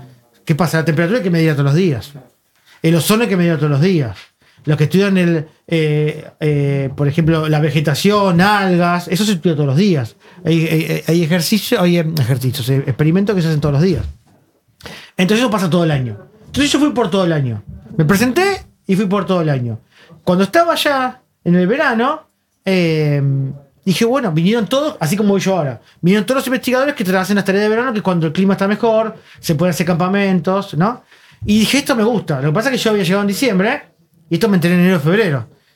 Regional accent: Buenos Aires, Argentina

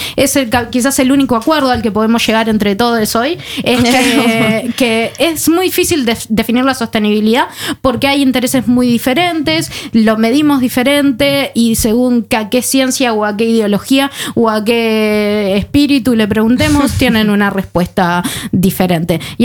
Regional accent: Uruguay; Aunque yo como uruguaya y mi papi como ingeniero agrónomo siempre me dice que la nuestra es mucho mejor.

